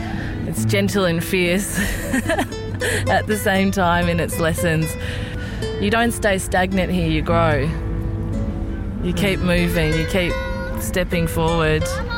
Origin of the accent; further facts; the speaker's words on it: Melbourne, Victoria, Australia; born there; moved away as an adult; now in Alice Springs, Australia; I was born in Melbourne and I consider myself to be a Centralian woman now. Feel very home here.